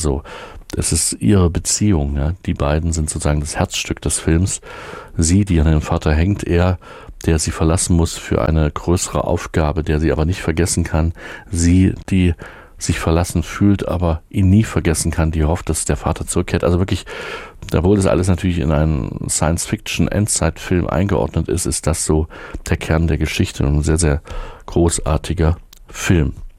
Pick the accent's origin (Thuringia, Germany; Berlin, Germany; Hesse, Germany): Thuringia, Germany; Erfurt; als Erfurter in der DDR haben wir zumindest auch Westfernsehen geschaut, wie viele andere